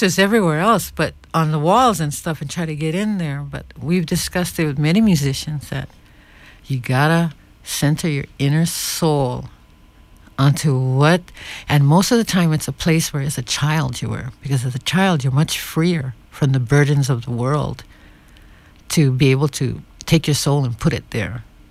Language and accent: English; Hawaii, United States; I'm a Hawaiian